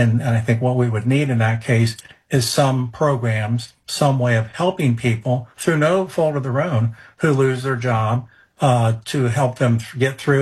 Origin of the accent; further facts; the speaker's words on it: Ohio, United States; now in North Carolina, United States; My home state of Ohio